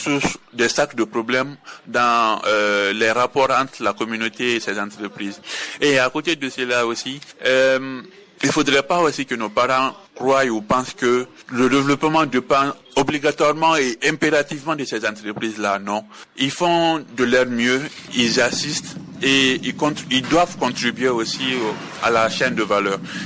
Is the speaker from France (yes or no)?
no; Siguiri, Kankan Region, Guinea